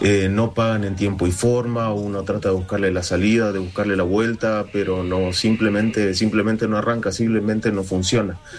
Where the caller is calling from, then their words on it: Corrientes, Argentina; de Corrientes.